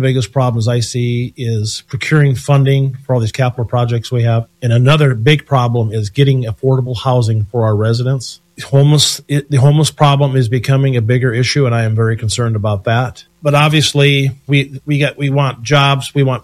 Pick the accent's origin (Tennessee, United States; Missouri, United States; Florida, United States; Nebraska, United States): Nebraska, United States; South Sioux City; also born or lived in Akron, Iowa, United States; I was born in Akron, Iowa. I've lived in South Sioux City for the last 50-some years.